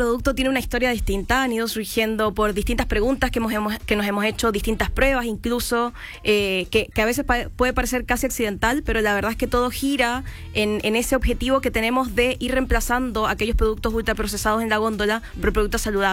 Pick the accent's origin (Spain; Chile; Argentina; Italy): Chile; siendo los chilenos buenos para viajar, en el sentido de que tenemos un país tan largo